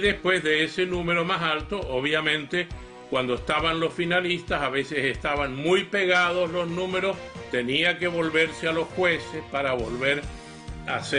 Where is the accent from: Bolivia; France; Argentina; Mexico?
Argentina; Mendoza; en Argentina, de donde yo soy, en Mendoza